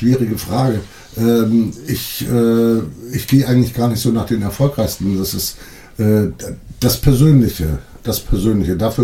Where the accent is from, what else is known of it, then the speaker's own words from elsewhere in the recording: Fehmarn, Schleswig-Holstein, Germany; Ich bin auf Fehmarn aufgewachsen, richtig, genau.